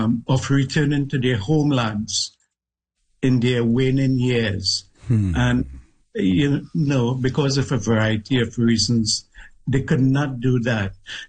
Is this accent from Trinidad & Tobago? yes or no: yes; Tablad, Trinidad & Tobago; I grew up in South Trinidad in a little village called Tablad.